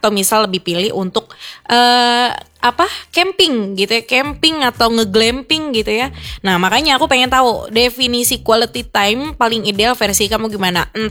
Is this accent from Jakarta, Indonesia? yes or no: yes; Jakarta, Indonesia; aku orang Betawi ya.